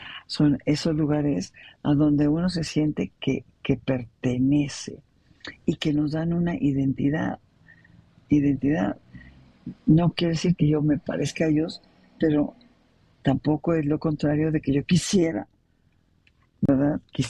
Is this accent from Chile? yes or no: no; Mexico; Nos dividieron como mexicanos